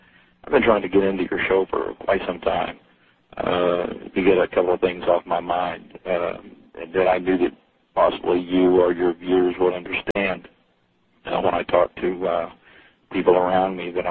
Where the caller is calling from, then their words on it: League City, Texas, United States; I'm calling from League City, Texas.